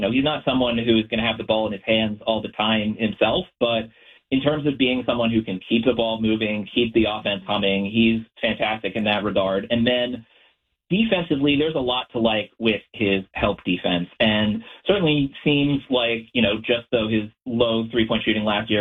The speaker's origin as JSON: {"language": "English", "town": "New York City", "region": "New York", "country": "United States", "lives_now": "Sacramento, United States", "said": "So I am from New York City, but I've lived in Sacramento for the last half decade, and I've been a Kings fan."}